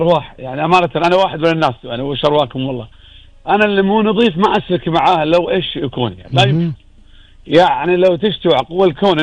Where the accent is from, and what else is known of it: Kuwait